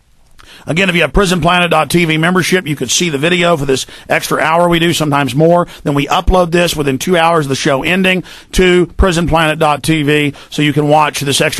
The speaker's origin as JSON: {"language": "English", "town": "Dallas", "region": "Texas", "country": "United States", "tie": "born or raised there", "said": "And I have found, and growing up in Dallas, people really, especially the rednecks"}